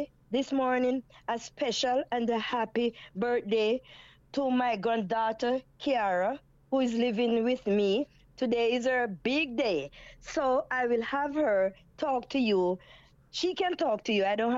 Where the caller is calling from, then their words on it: Peckham, Clarendon, Jamaica; Uncle Andrew, I'm calling from Peckham in Clarendon.